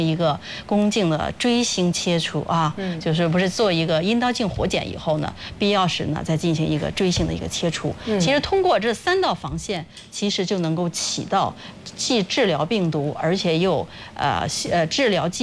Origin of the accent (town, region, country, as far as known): China